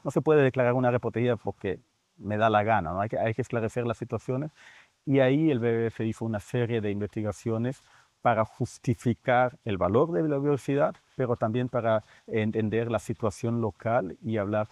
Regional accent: Colombia; porque realmente es imposible no estar orgulloso como colombiano de Chiribiquete

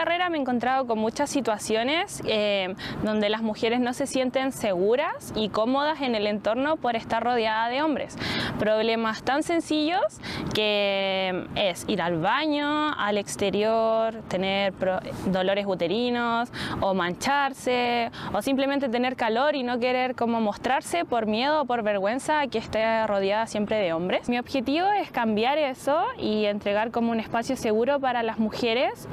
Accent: Araucanía, Chile; born there; now in Lonquimay, Chile; hoy día nos encontramos en la Araucanía, donde yo nací, en un bosque de araucarias y lengas

